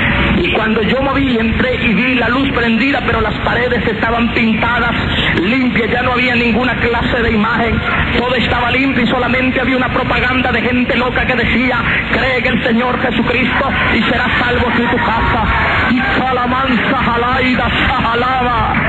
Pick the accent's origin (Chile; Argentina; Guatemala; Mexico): Guatemala; moved away; Regresé a Guatemala, dije, voy a morir a mi tierra. Regresé un 31 de diciembre a Guatemala.